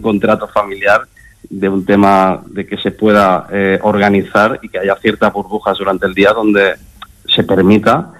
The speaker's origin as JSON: {"language": "Spanish", "town": "Valencia", "region": "Valencian Community", "country": "Spain"}